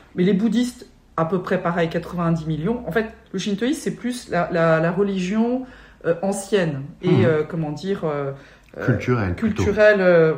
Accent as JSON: {"language": "French", "town": "Paris", "region": "Île-de-France", "country": "France", "tie": "born there", "also_born_or_lived": "Japan", "said": "Je suis japonaise et française, japonaise de mes parents et française parce que je suis née en France, à Paris. J'ai eu une double scolarité."}